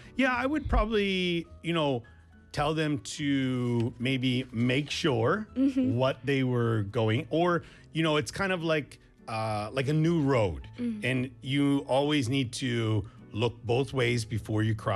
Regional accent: Canada; where I grew up in Canada, we were still in the city

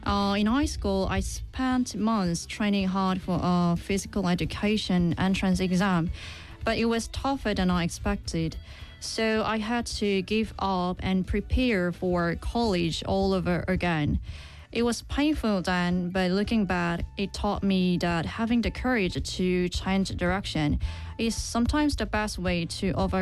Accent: Gyeonggi Province, South Korea; born there; English is a second language; moved away as an adult; also born or lived in Seoul, South Korea; now in Busan, South Korea; I am not originally from Busan. I was born in Seoul and spent almost 20 years living in Ulsan, Gyeonggi-do. And 4 years ago, my whole family moved to Busan, and I'm currently living in Haeundae.

